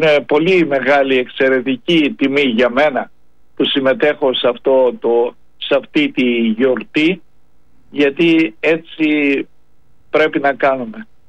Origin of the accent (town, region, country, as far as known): Crete, Greece